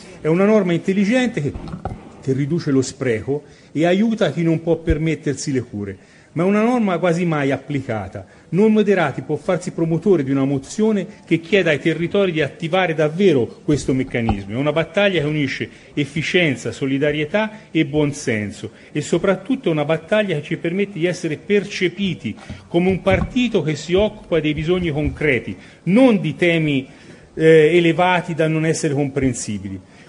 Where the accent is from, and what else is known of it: Tuscany, Italy